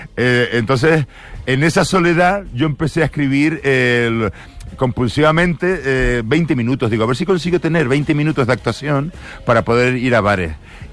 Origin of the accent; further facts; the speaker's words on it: Canary Islands, Spain; Y yo creo que vieron que soy de Canarias y se confundieron y me metieron con los compañeros cameruneses y de Nigeria y tal.